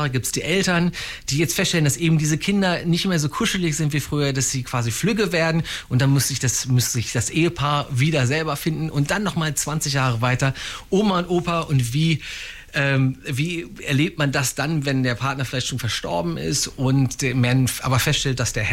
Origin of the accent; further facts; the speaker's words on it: Hildesheim, Lower Saxony, Germany; also born or lived in Hanover; Hannover ist ja meine Heimatstadt quasi. Ich komme aus Hildesheim.